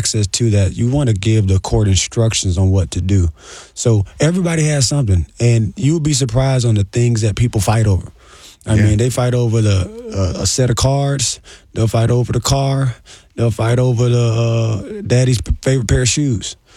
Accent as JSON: {"language": "English", "region": "Florida", "country": "United States", "tie": "born or raised there", "said": "born and raised in Broward County"}